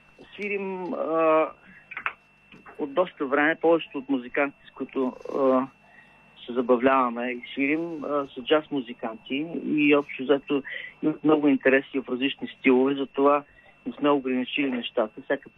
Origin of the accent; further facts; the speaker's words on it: Stara Zagora, Stara Zagora Province, Bulgaria; И аз съм от Стара Загора. Имам и разклонение на бандата в Стара Загора